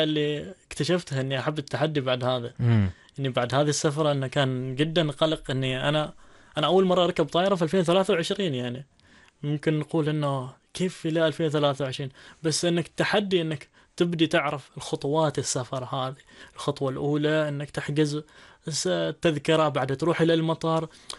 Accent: Oman; إحنا كعمانيين

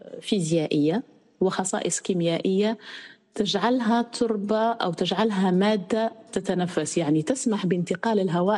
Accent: Algeria; مثلا عندنا في الجزائر في المناطق الصحراوية في هناك قوانين خاصة للبناء في المناطق الصحراوية

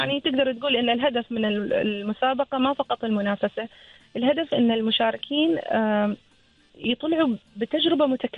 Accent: Oman; احنا عندنا في عمان

